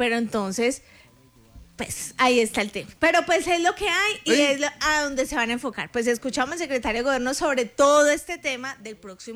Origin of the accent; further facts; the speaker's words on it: Colombia; Sí, total, sí, y estamos todos somos colombianos.